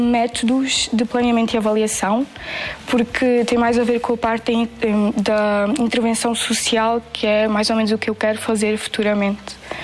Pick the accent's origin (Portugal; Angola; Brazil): Portugal; Alentejo; tenho 21 anos, estou na licenciatura em Sociologia no terceiro ano e sou estudante deslocada, portanto, venho do Alentejo da Almarleja.